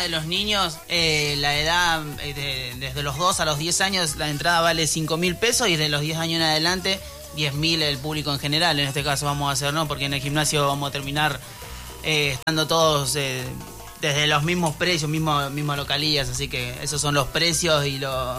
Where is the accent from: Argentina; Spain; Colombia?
Argentina; nosotros somos un grupo argentino